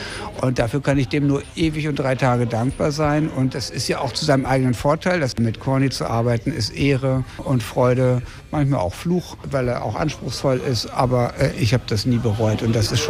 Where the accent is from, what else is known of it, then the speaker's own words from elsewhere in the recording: Hanover, Lower Saxony, Germany; now in Hamburg, Germany; Ich habe mir Hamburg ausgesucht. Ich komme aus Hannover